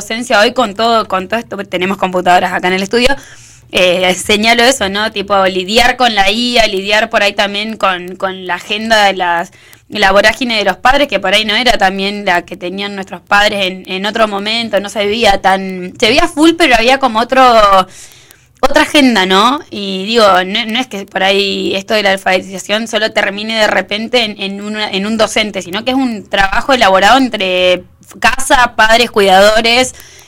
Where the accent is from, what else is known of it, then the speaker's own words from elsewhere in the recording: Perito Moreno, Santa Cruz, Argentina; born there; moved away; yo soy de Perito, ¿no? De un pueblo.